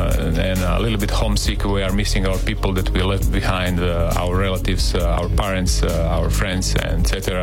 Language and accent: English; Montenegro; moved away as an adult; now in Belgium; speaking about Montenegro, I miss my hometown, the place where I was born.